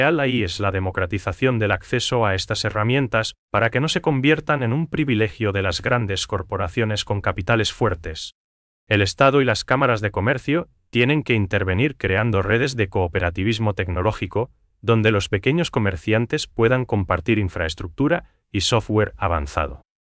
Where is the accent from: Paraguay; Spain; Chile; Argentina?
Paraguay; nos identifica como paraguayos.